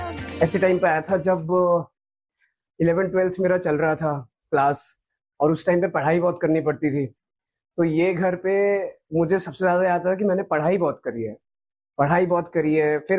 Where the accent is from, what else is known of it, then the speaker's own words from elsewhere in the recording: Punjab, India; मतलब लोग को लगता है कि मैं नेचुरली बहुत फनी हूँ क्योंकि मैं पंजाब से आया हूँ और वहाँ पे कॉमेडी टाइमिंग कितनी अच्छी है